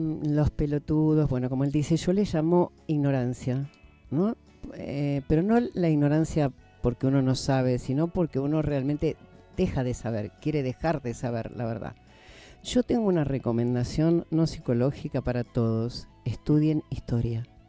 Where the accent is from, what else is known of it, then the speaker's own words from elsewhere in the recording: Mendoza, Argentina; moved away as an adult; now in Córdoba, Argentina; yo soy mendocina